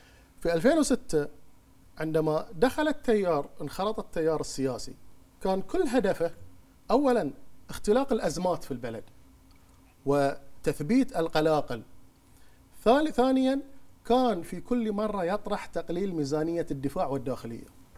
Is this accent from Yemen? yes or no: no; Bahrain; كلنا كبحرينيين